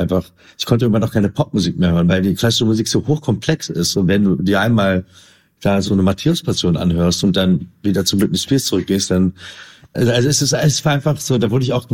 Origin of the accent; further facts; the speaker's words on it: Berlin, Germany; Genau, eigentlich komme ich aus Kreuzberg. Ich weiß, es steht immer in der Presse Neukölln.